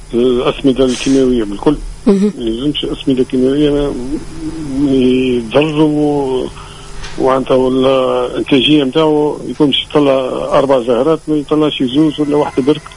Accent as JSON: {"language": "Arabic", "country": "Tunisia", "said": "احنا من الشمال للجنوب من الشرق للغرب في تونس"}